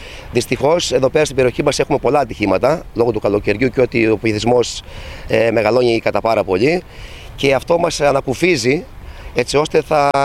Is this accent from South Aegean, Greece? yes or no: no; Petra, North Aegean, Greece